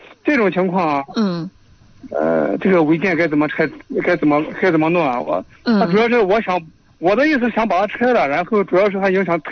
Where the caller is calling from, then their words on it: Hejin, Shanxi, China; 我是河津青涧的。